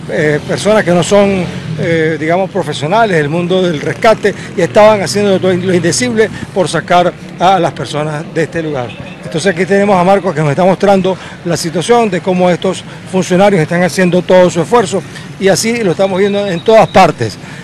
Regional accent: Venezuela; las venezolanas y venezolanos estamos actuando en un momento de crisis.

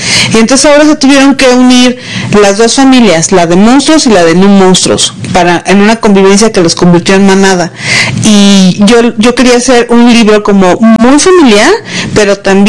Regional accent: Mexico; Yo soy mexicana, vivo aquí

